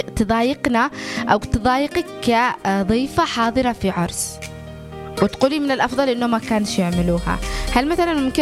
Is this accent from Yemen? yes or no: yes; Yemen; في مجتمعنا اليمني